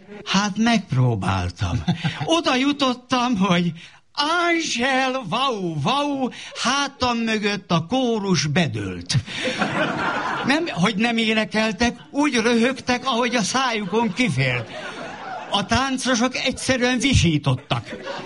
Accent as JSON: {"language": "Hungarian", "town": "Cegléd", "region": "Pest", "country": "Hungary", "tie": "born there", "also_born_or_lived": "Albertirsa", "said": "Én 1950-ben születtem, mégpedig szeptemberben, nem akárhol, Cegléden."}